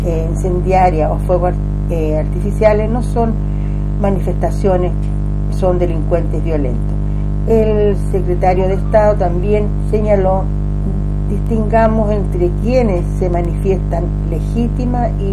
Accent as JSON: {"language": "Spanish", "country": "Chile", "said": "somos todos chilenos."}